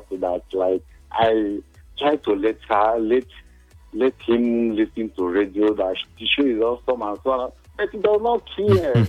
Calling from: Abuja, Federal Capital Territory, Nigeria; calling from Gudu.

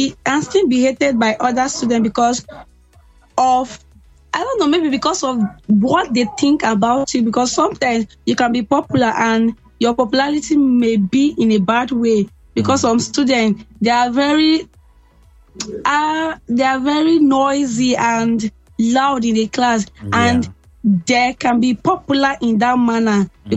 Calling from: Abuja, Federal Capital Territory, Nigeria; calling from Idu.

